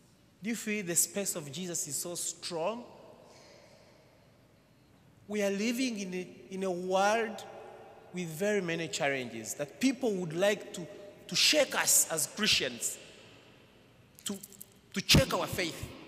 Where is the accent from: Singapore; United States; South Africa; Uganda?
Uganda; Western Region; I'm from the Diocese of Kabale in Uganda.